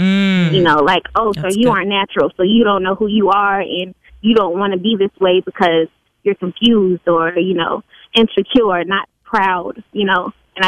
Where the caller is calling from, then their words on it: Chicago, Illinois, United States; Chicago, Illinois.